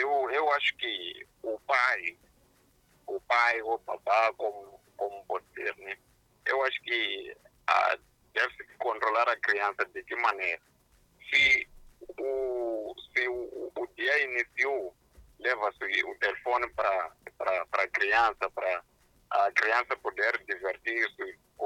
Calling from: Matola, Maputo, Mozambique; Eu falo da Matola.

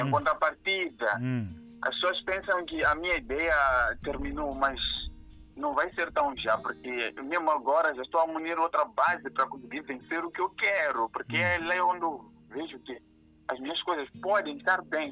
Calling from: Gaza, Mozambique

